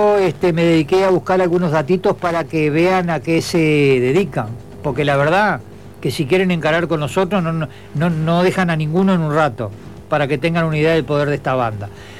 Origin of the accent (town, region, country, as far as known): Uruguay